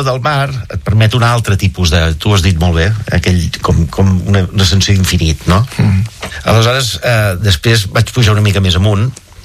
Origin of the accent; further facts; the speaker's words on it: Badalona, Catalonia, Spain; also born or lived in Barcelona; Em vaig criar a Badalona, en el centre de Badalona